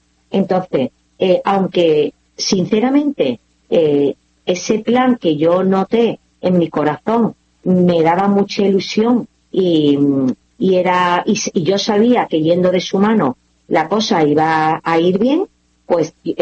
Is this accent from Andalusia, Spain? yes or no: yes; Seville, Andalusia, Spain; Y muy ilusionada, recogí la imagen de la Virgen y me la llevé a mi tierra.